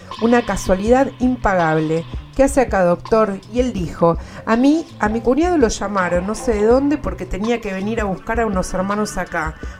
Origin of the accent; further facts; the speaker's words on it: La Plata, Buenos Aires Province, Argentina; also born or lived in Olavarría; Ana Julia nació en La Plata y se fue a vivir a Olavarría, yo nací en Olavarría y me fui a vivir a La Plata, siempre cruzados, todo al revés.